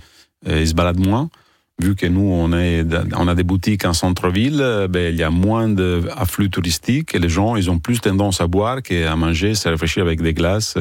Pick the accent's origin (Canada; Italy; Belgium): Italy; French is a second language; now in France; C'est un pays qui m'a donné cette opportunité, donc je suis très content d'être venu en France.